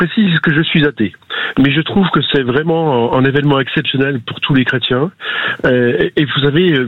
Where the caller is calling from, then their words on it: Metz, Grand Est, France; Lundi, le pape sera chez nous à Metz.